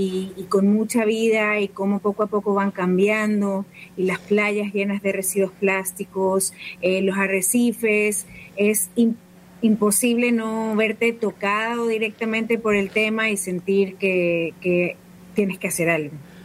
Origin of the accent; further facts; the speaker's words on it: Guayaquil, Guayas, Ecuador; born there; Yo nací en Guayaquil, pero crecí cerca del mar, mucho. Así que ¿de dónde vengo? Bueno, ¿de dónde nací en Guayaquil? Pero vengo de en general, de la costa y sobre todo de cerca del mar.